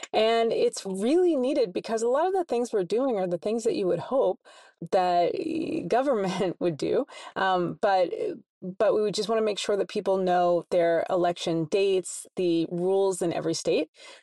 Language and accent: English; Indianapolis, Indiana, United States; I'm from Indianapolis, Indiana, and I can't vote by mail until I'm 65 years old.